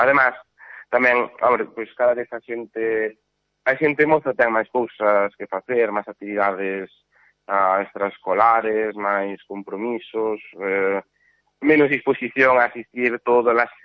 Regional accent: Carballo, Galicia, Spain; además eu son daqui de... Pues son de Carballo, y por eso además me hace muchísima ilusión dirigir

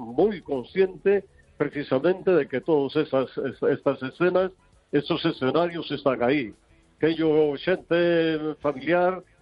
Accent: Vigo, Galicia, Spain; Soy de … de Vigo.

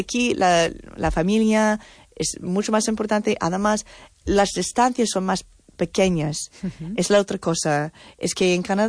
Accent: Marín, Galicia, Spain; Es que no soy de Pontevedra, soy de Marín. Es que realmente es 2 kilómetros.

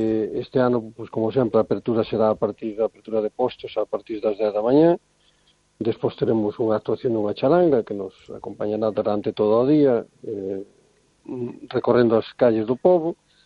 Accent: Galicia, Spain; é o típico de Galicia, e o que somos os galegos, non?

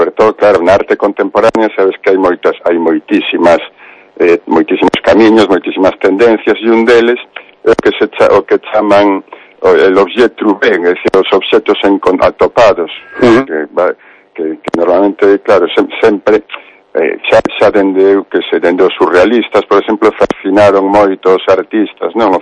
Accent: Ourense, Galicia, Spain; also born or lived in Mexico; Sí, sí, son ourensán y nací en México porque, bueno, son fillo da inmigración, muy frecuente que aquí en Ourense, ¿no?

